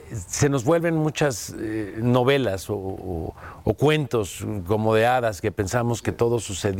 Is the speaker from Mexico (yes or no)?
yes; Mexico